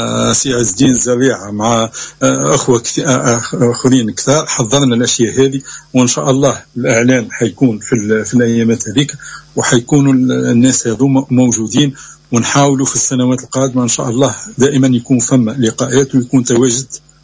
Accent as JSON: {"language": "Arabic", "country": "Tunisia", "moved": "yes", "lives_now": "Germany", "said": "احنا الناس اللي جينا من تونس وقرينا لهنا، هو الجيل الثاني والآن الجيل الثالث"}